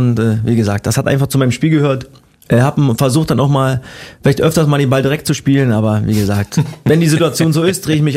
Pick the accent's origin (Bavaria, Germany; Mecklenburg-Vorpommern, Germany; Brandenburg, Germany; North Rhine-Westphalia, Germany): Brandenburg, Germany; Cottbus; born there; Also ich bin gebürtiger Cottbusser